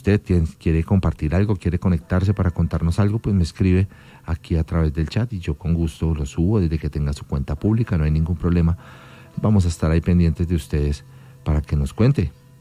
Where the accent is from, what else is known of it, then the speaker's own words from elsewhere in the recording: Colombia; somos colombianos y somos unos berracos